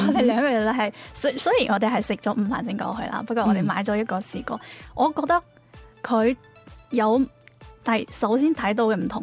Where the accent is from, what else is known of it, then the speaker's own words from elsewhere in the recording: Jiangmen, Guangdong, China; 因为我家老家其实都是江门的，